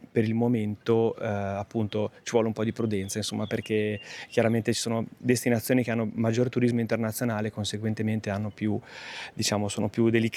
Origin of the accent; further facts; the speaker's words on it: Lerici, Liguria, Italy; No, ci sentiamo liguri, sì. Ci sentiamo liguri, non siamo toscani, anche se siamo molto vicini, e ci sentiamo lericini